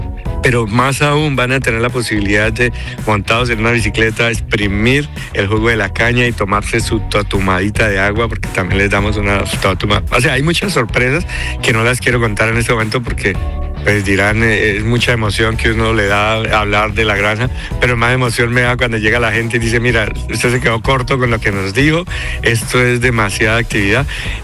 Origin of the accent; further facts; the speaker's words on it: Villeta, Cundinamarca, Colombia; yo soy de Villeta y toda mi familia crecimos en medio de la caña y siempre por la caña y produciendo panela